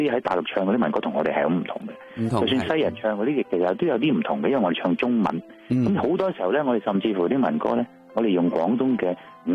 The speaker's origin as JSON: {"language": "Cantonese", "country": "Hong Kong", "tie": "born or raised there", "moved": "yes", "said": "即系未移民之前或者系喺香港，我哋大家都系咁样长大嘅，"}